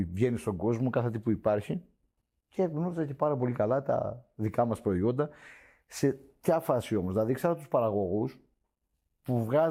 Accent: Crete, Greece; γιατί είμαι η πόλη μου, μεγάλωσα. Εκεί που είναι το μαγαζί μου και ακριβώς μεγάλωσα.

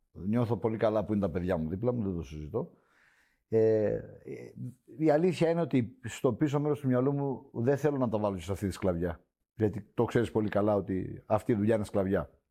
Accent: Crete, Greece

